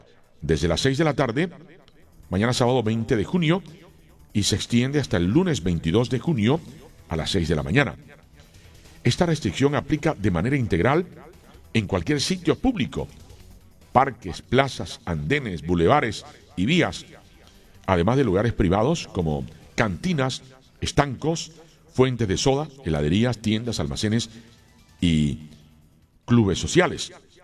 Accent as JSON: {"language": "Spanish", "country": "Colombia"}